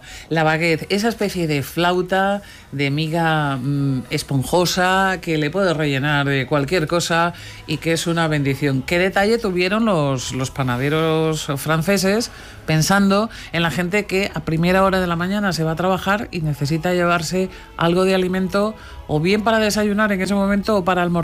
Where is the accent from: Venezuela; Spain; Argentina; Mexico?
Spain; Galicia; Es que yo también soy gallega, Edu.